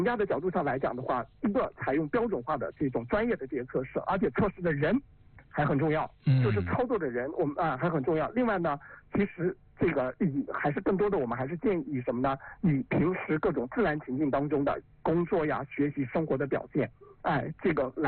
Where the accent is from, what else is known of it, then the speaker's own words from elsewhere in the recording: China; 我们中国人讲的这个家有一老如有一宝